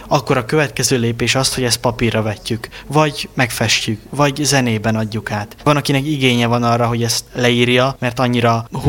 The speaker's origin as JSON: {"language": "Hungarian", "town": "Sopron", "region": "Győr-Moson-Sopron", "country": "Hungary", "said": "Büszke soproni vagyok"}